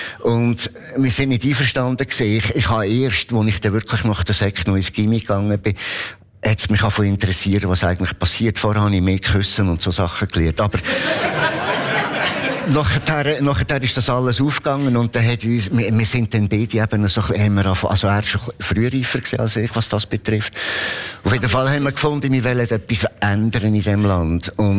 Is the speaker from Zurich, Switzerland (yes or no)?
no; Lucerne, Switzerland; ich als Luzerner